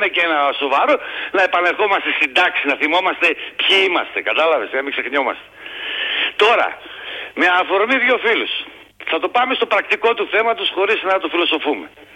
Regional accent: Cyprus; Το έκανε στην Κύπρο σε εμάς.

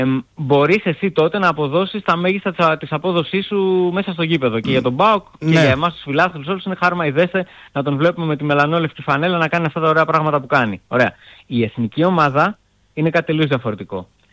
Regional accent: Athens, Attica, Greece; εγώ που είμαι από την Αθήνα

